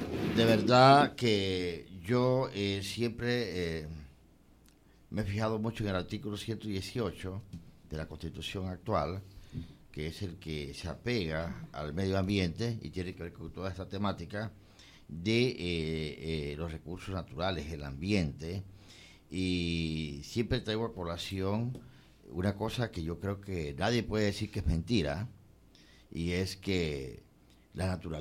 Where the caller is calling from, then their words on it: Macaracas, Los Santos, Panama; ciudadano panameño, vivo en Macaracas.